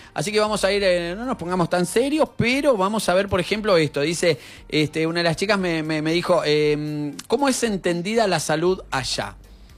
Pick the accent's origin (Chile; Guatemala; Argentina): Argentina; Es tremendo el lugar que nos dan, loco, como argentinos.